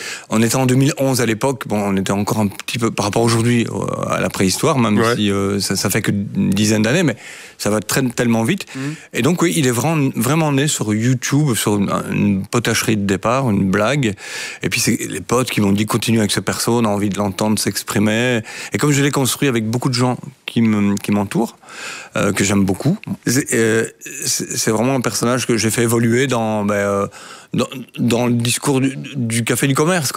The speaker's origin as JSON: {"language": "French", "town": "Strépy-Bracquegnies", "region": "Wallonia", "country": "Belgium", "tie": "born or raised there", "said": "moi, je suis de Strepy-Bracny et j'ai toujours vécu avec beaucoup d'amis calabrais et siciliens, surtout. Et donc, j'ai cette double culture, parce que j'ai grandi avec eux, j'étais chez la nonna, chez les zio, et aller les chercher. J'entendais parler sicilien, qui pour moi était de l'italien, donc je parle sicilien."}